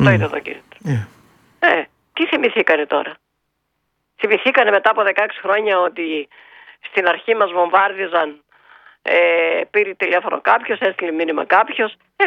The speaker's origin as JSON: {"language": "Greek", "town": "Ioannina", "region": "Epirus", "country": "Greece", "said": "ήμουνα τα ωραία Γιάννενα, τρελαίνομαι για τα Γιάννενα, καλά δεν πέφτω κάτω, καθόλου, επειδή είναι η πατρίδα μου."}